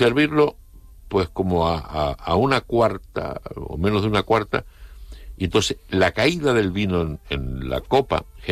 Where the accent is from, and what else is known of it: Canary Islands, Spain